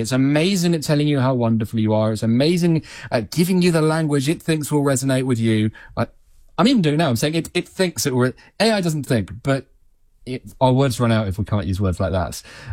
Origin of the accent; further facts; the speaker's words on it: United Kingdom; because I'm British